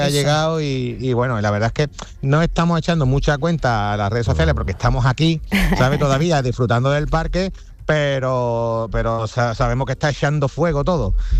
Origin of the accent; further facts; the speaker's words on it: Cádiz, Andalusia, Spain; era el sitio y el momento de, como gaditanos, sacar orgullosos nuestra bandera, de nuestra música, nuestra cultura y nuestra identidad.